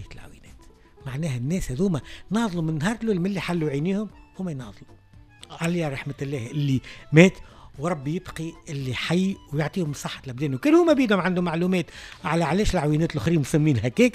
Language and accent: Arabic; Tunisia; عندنا في الجنوب التونسي